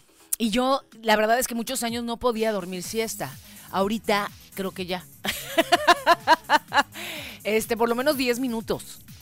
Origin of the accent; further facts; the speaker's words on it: Mexico; como los mexicanos nos dan la mano y agarramos el pie